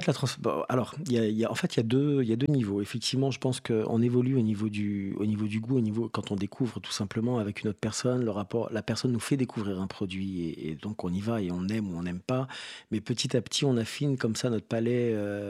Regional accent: Réunion; moved away as an adult; now in France

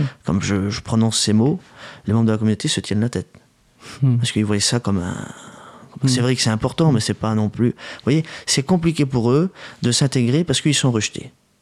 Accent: France; parce que on est français avant tout. Moi, je suis voyageur, je suis en errance

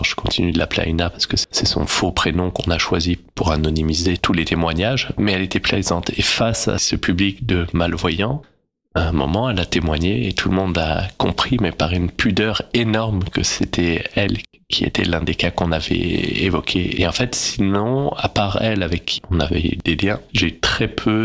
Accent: Île-de-France, France; born or raised there

